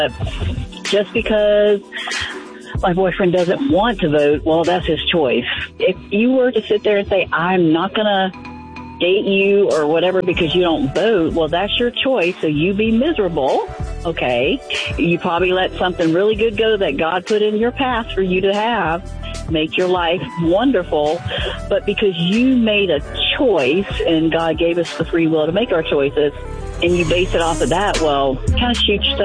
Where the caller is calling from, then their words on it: Green Cove Springs, Florida, United States; I'm calling from Green Cove Springs, Florida.